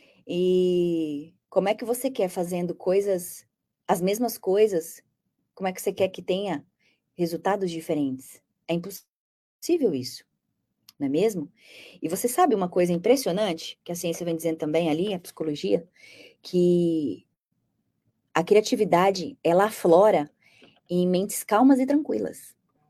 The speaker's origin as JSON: {"language": "Portuguese", "country": "Brazil", "said": "Eu sou brasileira, eu tenho uma outra cultura."}